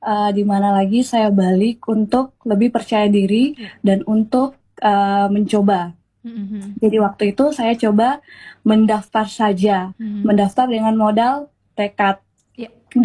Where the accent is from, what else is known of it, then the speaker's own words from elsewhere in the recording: Waikabubak, East Nusa Tenggara, Indonesia; now in Bali, Indonesia; Saya berasal dari Sumba Barat, khususnya di kota Waikabubak. Untuk sekarang saya sedang fokus untuk meniti karir di Bali.